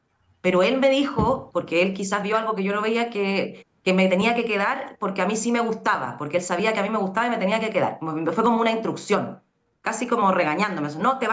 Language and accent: Spanish; Chile; moved away; yo me fui de Chile siendo como la más destacada de mi generación, una de las más destacadas, y cuando llego a Cuba era la peor de todas, porque el nivel de Cuba con respecto a Chile en el ballet es una cosa pero abismal.